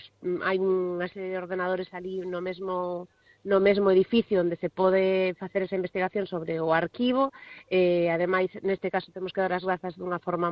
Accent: Cangas, Galicia, Spain; que son da ría de Vigo, son de Cangas, do outro lado da ría, pero para min Vigo formou parte da miña vida dende moi cativa

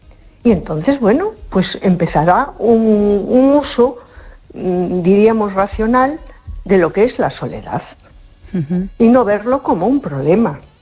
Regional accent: A Coruña, Galicia, Spain

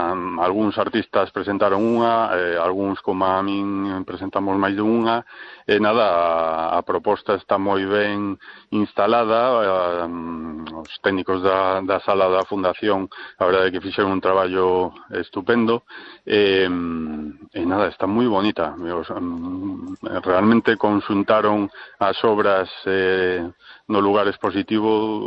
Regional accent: Vigo, Galicia, Spain; Actuamos a nivel galego, pero a maioría somos de Vigo, sí.

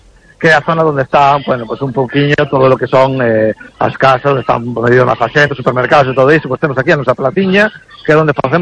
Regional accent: Bañobre, Galicia, Spain; se o digo polo meu pueblo, non, Bañobre, que decir, non somos nin concello, temos unha verbena, non?

